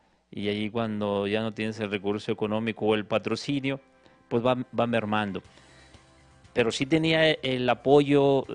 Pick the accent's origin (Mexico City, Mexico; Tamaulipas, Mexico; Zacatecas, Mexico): Zacatecas, Mexico; Guadalupe; soy de Guadalupe, Zacatecas